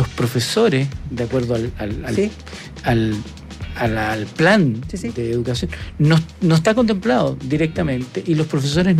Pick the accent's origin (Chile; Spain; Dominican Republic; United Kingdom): Chile; porque los chilenos en general, como somos los ingleses de Sudamérica, conducimos por la izquierda.